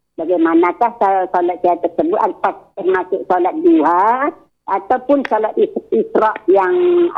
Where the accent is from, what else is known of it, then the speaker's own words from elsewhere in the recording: Batang, Central Java, Indonesia; Tapi saya ini kan orang Batang, jam 8 saya udah harus membuka dagang saya gitu.